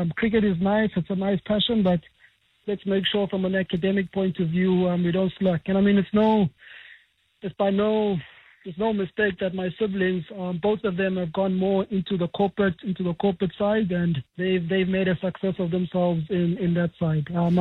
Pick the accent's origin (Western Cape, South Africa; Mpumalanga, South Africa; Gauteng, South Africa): Western Cape, South Africa; Cape Town; as much as I grew up in Langa, I got the opportunity to go to a Cirque, to go to a St. David's later on.